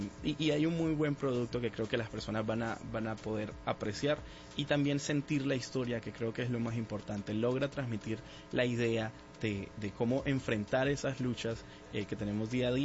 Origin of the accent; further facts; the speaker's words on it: San Andrés, San Andrés, Providencia and Santa Catalina, Colombia; born there; also born or lived in Bogotá; Como ya saben, vivo en San Andrés, nací en San Andrés, entonces los ritmos caribeños